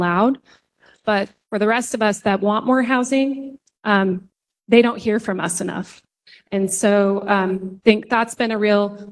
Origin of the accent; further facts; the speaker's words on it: Middleton, United States; I'm from Middleton. I grew up surrounded by farm fields.